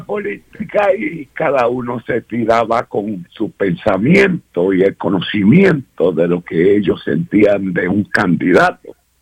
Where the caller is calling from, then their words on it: St. Croix, U.S. Virgin Islands; Nosotros somos parte de los Estados Unidos porque fuimos comprados. No podemos votar.